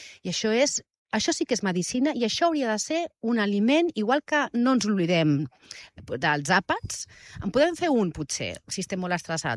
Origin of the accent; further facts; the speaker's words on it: Barcelona, Catalonia, Spain; now in Altafulla, Spain; com a barcelonina afincada a Altafulla